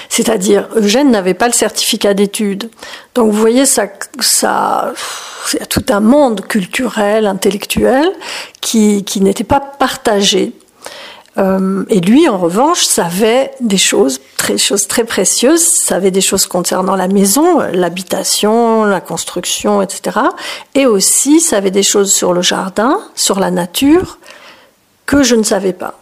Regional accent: Marseille, Provence-Alpes-Côte d'Azur, France; now in Paris, France; toujours vécu dans les grandes villes, je viens de un peu nulle part, de la Méditerranée, j'ai grandi à Marseille

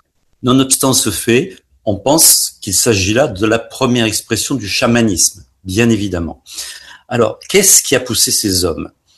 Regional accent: Perpignan, Occitanie, France; born there; also born or lived in Jura / Paris

